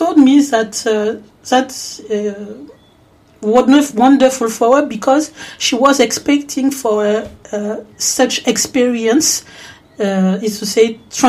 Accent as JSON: {"language": "English", "country": "Guadeloupe", "first_language": "French", "second_language": "English", "said": "Well, as I told you, I'm French. I'm Guadeloupean, but my mother language is French."}